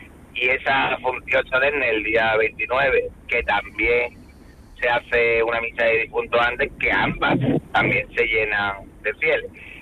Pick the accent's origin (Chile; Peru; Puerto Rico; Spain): Spain; Seville, Andalusia; now in Los Molares, Spain; que qué mejor ejemplo el mío, que llegué desde Sevilla y me hicieron su alcalde precisamente